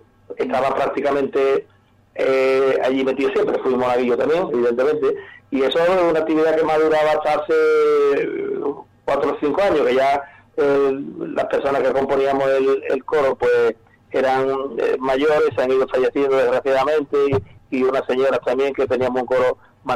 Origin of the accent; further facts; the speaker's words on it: La Luisiana, Andalusia, Spain; Y eso, nací aquí en la Luisiana. Mi madre, bueno, pues de aquí también, de la Luisiana